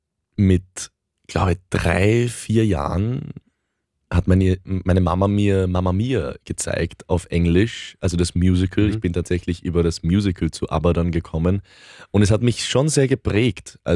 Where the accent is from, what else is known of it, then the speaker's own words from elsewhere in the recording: Burgenland, Austria; Ich war halt nicht 100% ungarisch, 100% deutsch, 100% Österreich. Obwohl ich halt auch im Burgen